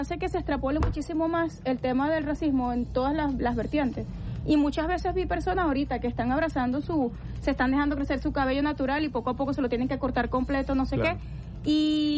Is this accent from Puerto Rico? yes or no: no; La Guaira, Venezuela; Soy blanca. Pero fui criada en La Guaira. Entonces fui criada por una familia mixta, pues.